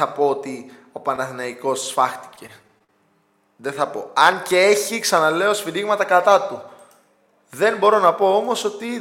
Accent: Greece

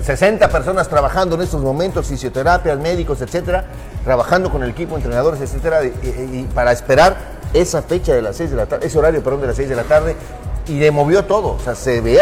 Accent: Mexico

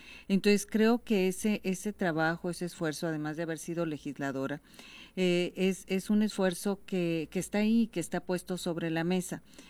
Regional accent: Hermosillo, Sonora, Mexico; Nací en Hermosillo, fui presidenta municipal, estudié aquí, he sido diputada local aquí.

